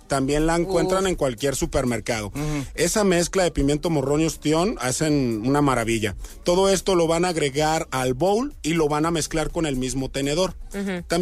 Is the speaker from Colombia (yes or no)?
no; Mexico; como mexicanos nos ¿cómo se puede decir? Nos encanta el argüende, nos encanta la comida